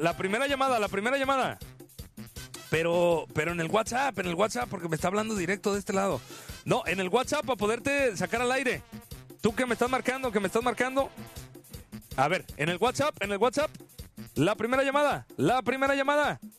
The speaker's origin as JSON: {"language": "Spanish", "region": "Michoacán", "country": "Mexico", "said": "Soy michoacano, tonto, y me gusta."}